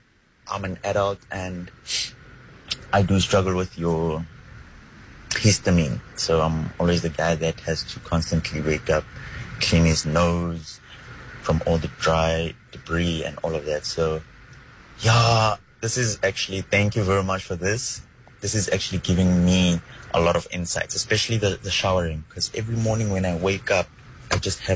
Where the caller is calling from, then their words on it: Roodepoort, Gauteng, South Africa; We're from Rudyport.